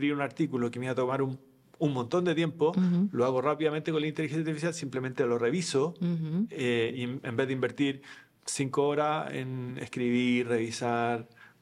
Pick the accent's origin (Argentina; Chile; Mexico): Chile; accent: Chilean; estoy hablando como chileno